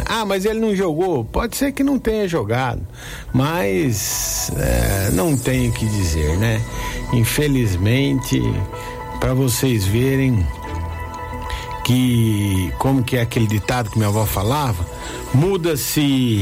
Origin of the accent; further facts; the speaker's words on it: Brazil; vamos torcer para o Brasil, porque somos brasileiros acima de tudo.